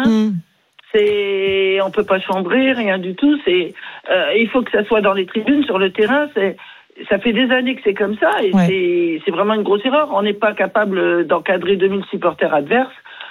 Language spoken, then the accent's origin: French; Reims, Grand Est, France; Vous savez, moi, je suis née à Reims. Je suis tombée dans la marmite football à Reims.